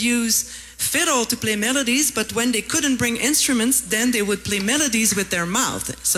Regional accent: Quebec, Canada; Yes, indeed. I am from Quebec, and you know what? In Quebec, it snows a lot, and it's super, super cold.

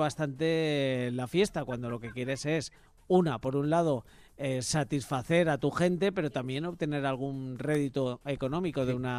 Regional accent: Buñol, Valencian Community, Spain; yo soy de Buñol

